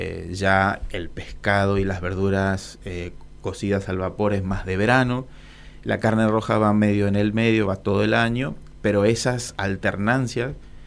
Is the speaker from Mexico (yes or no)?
no; Corrientes, Argentina; moved away; de donde yo vengo, pues yo soy del interior de Corrientes